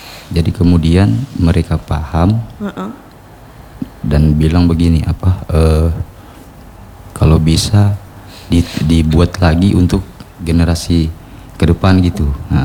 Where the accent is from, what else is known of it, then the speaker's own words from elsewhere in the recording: Tojo Una-Una, Central Sulawesi, Indonesia; first language Taa; bahasa daerah saya itu kan bahasa Tah, saya asli suku Tah.